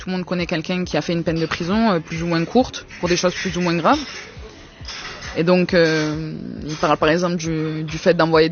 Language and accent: French; Marseille, Provence-Alpes-Côte d'Azur, France; c'est une question qu'aujourd'hui, en tant que Marseillais, et même à l'époque, qu'on ne peut pas éviter.